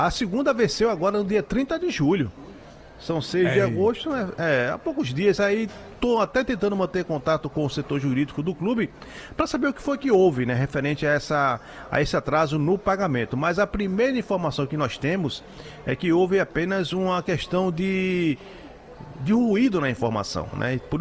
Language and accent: Portuguese; Candeias, Pernambuco, Brazil; É, sou lá de Candeias, Candeias, Piedade, bem pertinho ali.